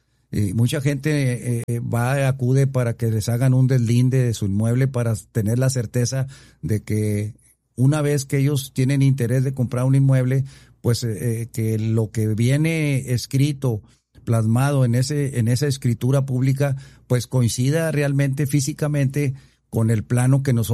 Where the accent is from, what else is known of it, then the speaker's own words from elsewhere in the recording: Nueva Rosita, Coahuila, Mexico; en la mera parte central de nuestra ciudad de Nueva Rosita